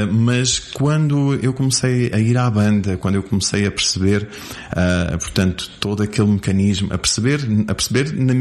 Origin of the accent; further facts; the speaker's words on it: Rocio, Portugal; born there; Portanto, eu nasci no Rocio, em casa dos meus avós.